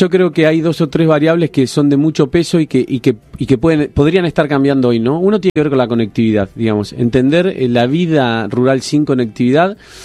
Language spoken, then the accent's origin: Spanish; Gualeguay, Entre Ríos, Argentina; Y en ciudades como la mía, yo soy gualeyo, si bien mis hijos son porteños.